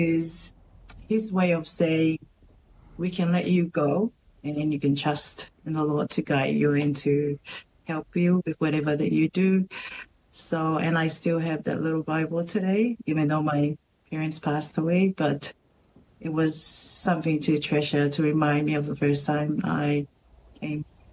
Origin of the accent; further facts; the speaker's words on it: Tonga; moved away as an adult; also born or lived in Auckland, New Zealand; now in New Zealand; I grew up in Tonga. It is a very religious-based kind of a community there where I grew up.